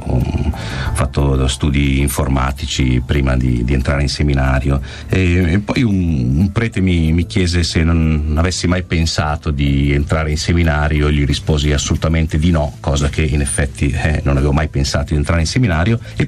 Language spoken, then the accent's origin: Italian; Abbadia Lariana, Lombardy, Italy; La mia vita è sempre nel piccolo paese sul lago nel quale sono nato, a Badia Lariana.